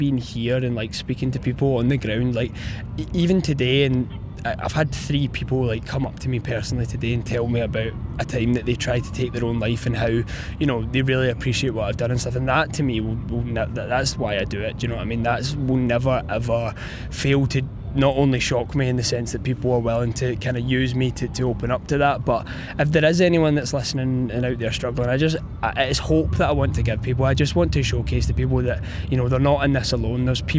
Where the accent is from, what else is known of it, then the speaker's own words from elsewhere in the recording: Scotland, United Kingdom; I'm from Scotland.